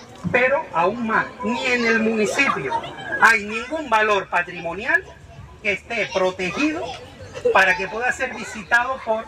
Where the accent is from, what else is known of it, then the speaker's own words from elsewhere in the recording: Santa Cruz de Tenerife, Canary Islands, Spain; now in Güímar, Spain; yo soy de Santa Cruz, vivo en Güímar